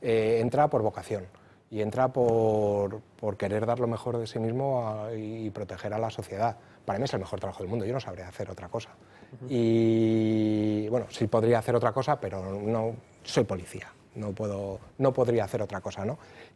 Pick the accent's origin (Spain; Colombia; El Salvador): Spain; como criminólogo y sobre todo como español, como ciudadano